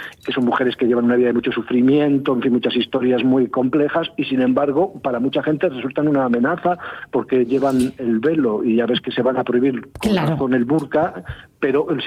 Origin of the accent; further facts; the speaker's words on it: Asturias, Spain; y yo soy asturiano y soy verde aceituna, y no nos planteamos que somos de dos razas distintas como somos, sino que somos asturianos.